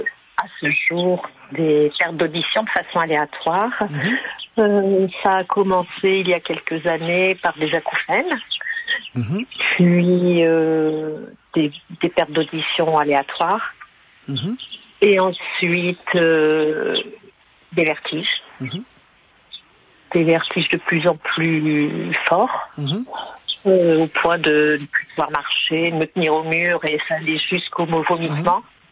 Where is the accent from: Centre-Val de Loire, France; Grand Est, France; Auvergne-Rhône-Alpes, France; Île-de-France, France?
Centre-Val de Loire, France; Tours; À côté de Tours, je suis de Tours.